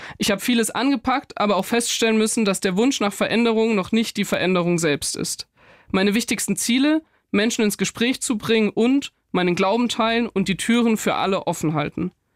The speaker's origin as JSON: {"language": "German", "town": "Nittenau", "region": "Bavaria", "country": "Germany", "tie": "born or raised there", "said": "Ich meine, ich bin in Nittenau aufgewachsen, das ist wirklich mitten im Bayerischen Wald, also in der Oberpfalz."}